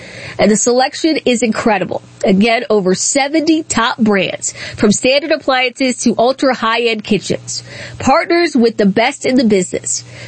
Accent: Accokeek, Maryland, United States; I grew up in Accokeek. We were there all the time.

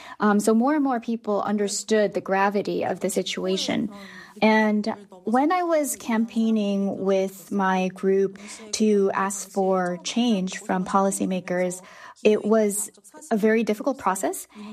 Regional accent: Seoul, South Korea; English is a second language; I was born and raised in Seoul, which is a very densely

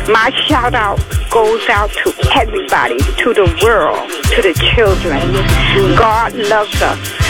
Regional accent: New York, United States; I'm from New York.

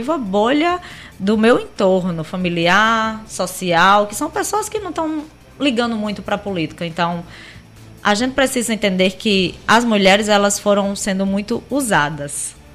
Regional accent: Natal, Rio Grande do Norte, Brazil; Natal é a minha área, minha base, né? Onde eu cresci, me criei.

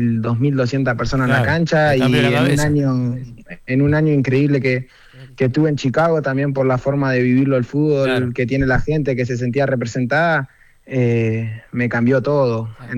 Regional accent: Carmen de Patagones, Buenos Aires Province, Argentina; now in Buenos Aires, Argentina

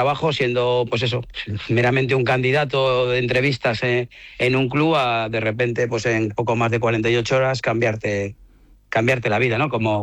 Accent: Valladolid, Castile and León, Spain; olvidándome un poco que soy de Valladolid y del Valladolid

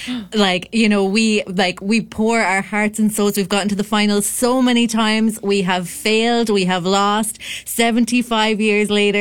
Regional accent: Mayo, Connacht, Ireland; moved away; I am a proud Mayo woman. I am from Mayo in Ireland.

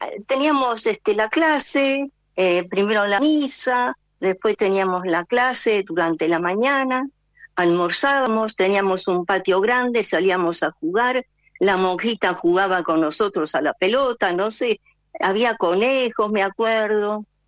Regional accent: San Fernando, Buenos Aires Province, Argentina; born there; also born or lived in Rosario del Tala, Entre Ríos; now in Pilar, Argentina; vivo en Pilar. Vivía en San Fernando cuando vine la primera vez, cuando era chiquita. Desde Entre Ríos, soy entrerriana.

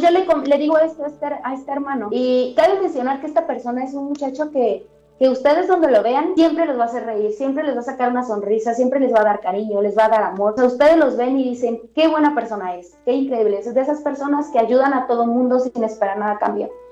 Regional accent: central Mexico, Mexico; los que somos de México

